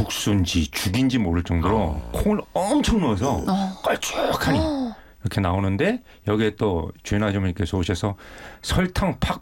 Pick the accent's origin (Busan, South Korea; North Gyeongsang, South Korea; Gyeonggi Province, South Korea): Busan, South Korea; 아버지는 창선에서 나셨고 이제 부산으로 건너오셔서 제 개인적인 고향은 부산인데 어쨌든 어렸을 때 할아버지가 여기서 살고 계셨어요.